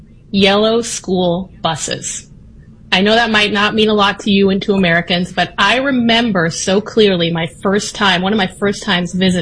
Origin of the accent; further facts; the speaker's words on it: Israel; now in United States; Yeah, I mean, I'm an Israeli citizen. I love my home country. It's still my home. But I've been living in the U.S. for almost 20 years.